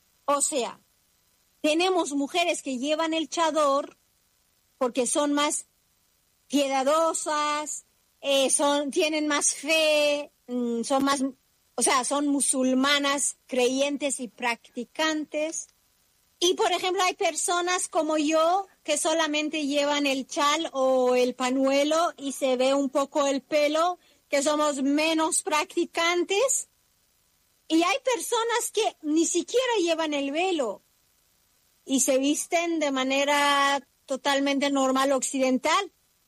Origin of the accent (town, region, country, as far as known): Iran